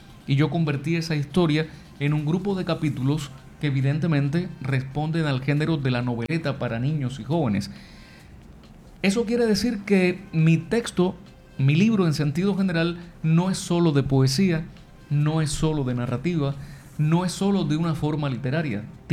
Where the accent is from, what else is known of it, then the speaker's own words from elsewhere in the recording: Cuba; se escuchaba también mucho en mi país